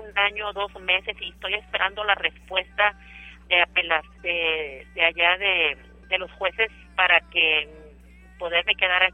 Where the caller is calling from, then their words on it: Raymondville, Texas, United States; De aquí del centro de detención de Raymondville.